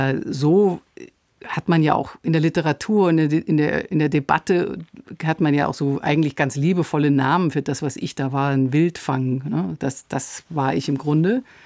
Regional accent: Munich, Bavaria, Germany; Schwabing. Ich bin am Luitpoldpark aufgewachsen.

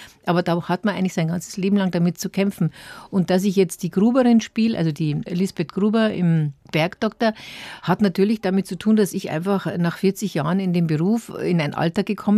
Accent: Bavaria, Germany; accent: Bavarian dialect; man hat immer das Gefühl als Bayer, dass man sich immer so ein bisschen wehren muss.

